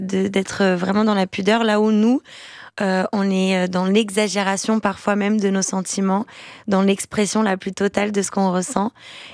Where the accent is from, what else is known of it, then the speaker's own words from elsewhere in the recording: Brazil; moi en tant que brésilienne.